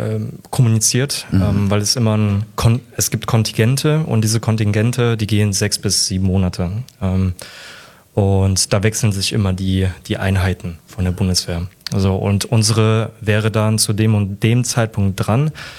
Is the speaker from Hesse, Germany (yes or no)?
yes; Frankfurt, Hesse, Germany; ich komme aus Frankfurt, sonst wir haben hier keine Berge.